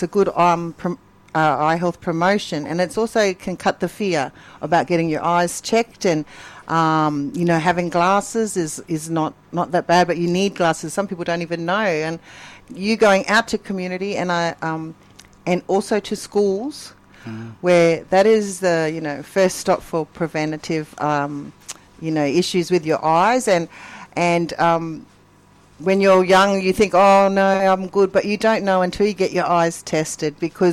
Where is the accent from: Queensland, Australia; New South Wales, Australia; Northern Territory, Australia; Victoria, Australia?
Northern Territory, Australia; Darwin; Yes, I'm born and bred in Darwin. Yep. Same with my mum and grandfather on that side. Yeah, so local in our community